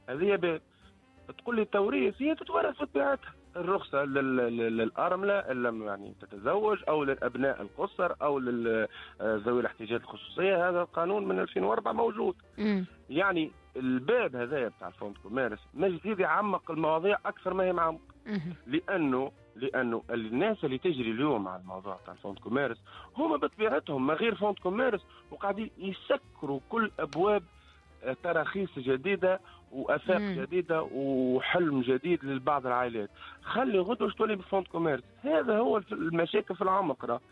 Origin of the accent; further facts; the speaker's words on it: Tunisia; اللي باش نكري من عنده تونسي بلس وانا تونسي موا